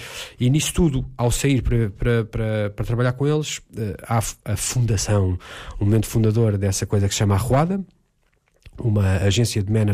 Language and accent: Portuguese; Lisbon, Portugal; eu sou lisboeta alfacinha, filho minhoto, é certo, sou mais alfacinho do que qualquer pessoa na sala.